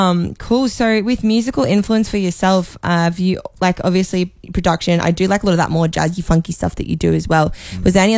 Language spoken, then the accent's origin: English; Caloundra, Queensland, Australia; I'm a fellow sunny coaster. So yeah, I'm opposite end though, Caloundra.